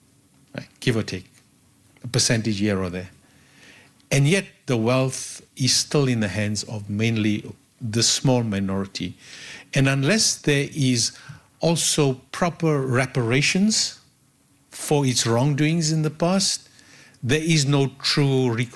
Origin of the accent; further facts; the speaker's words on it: South Africa; born there; I'm third generation, fourth, maybe fourth generation South African born. My parents were born in South Africa as well.